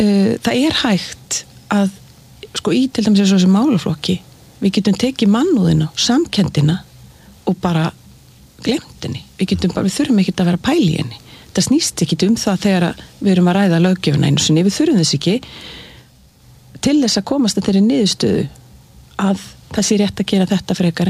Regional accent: Reykjavík, Capital Region, Iceland; born there; Ég fædd í Reykjavík, en þegar ég fæðist þá búa foreldrar mínir á Hvammstanga.

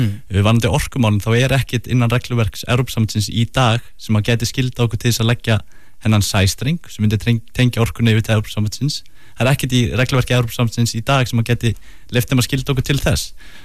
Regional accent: Húsavík, Northeastern Region, Iceland; ég er alveg upp á Húsavík sko.

